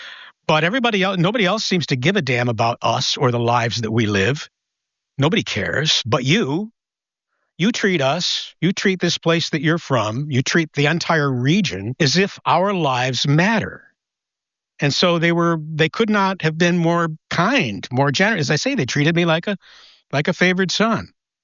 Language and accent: English; Gloversville, New York, United States; moved away; my hometown of Gloversville.